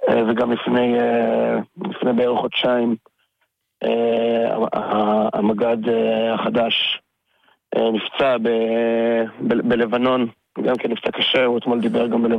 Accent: Hod HaSharon, Central District, Israel; born there; בתיכון מסינזון, בהוד השרון.

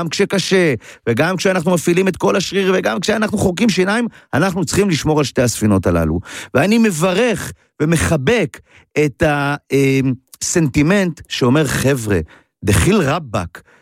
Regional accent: Ein Gev, Northern District, Israel; אני גדלתי בכנרת, בעין גב, ואצלנו כשרצינו לאמן את הכושר הגופני שלנו לקראת הצבא, אז היינו עושים את התרגיל הבא.

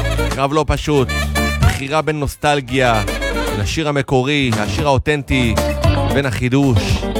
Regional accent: Jerusalem, Jerusalem District, Israel; moved away; נותן לי ככה רצון לקחת את האוטו ולפצוע לירושלים, עיר מולדתי.

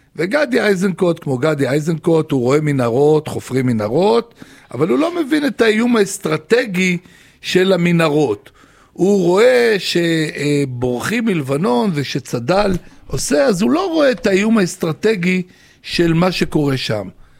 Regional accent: Lod, Central District, Israel; moved away; גדלתי בעיר ערבית יהודית, ובילדות שלי הייתה שהערבים היו ממש היו חברים וטובים.

